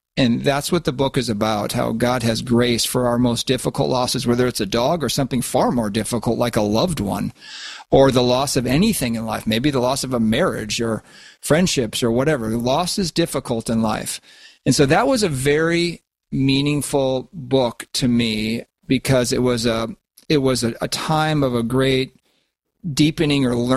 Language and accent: English; Minnesota, United States; born or raised there